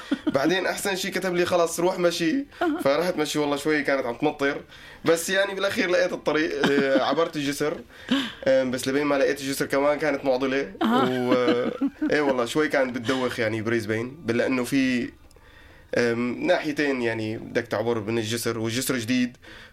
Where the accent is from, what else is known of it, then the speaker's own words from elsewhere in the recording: Syria; also born or lived in Lebanon; now in Hamburg, Germany; أنا طلعت من لبنان طلعت بفيزا دراسة شوي مدلل أكثر من الناس السوريين البقية